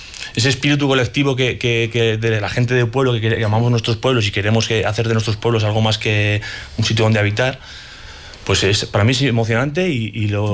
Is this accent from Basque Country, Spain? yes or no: no; La Rioja, Spain; nosotros somos todos de pueblecitos pequeños de La Rioja Alta, y yo cuando era chavalito sí montaba un festival en mi pueblo